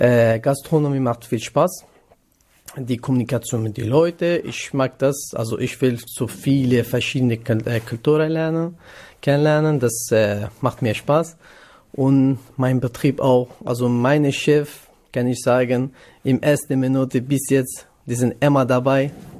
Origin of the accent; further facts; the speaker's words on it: Iraq; German is a second language; Also meine Meinung, ich komme aus Irak. Ich kann jetzt Beispiel im Irak wieder leben, aber es ist nicht Sicherheit.